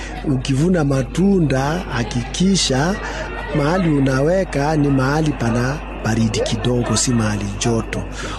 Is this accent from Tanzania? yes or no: no; Kenya; Sisi ni wa Kenya milioni zaidi ya milioni 50.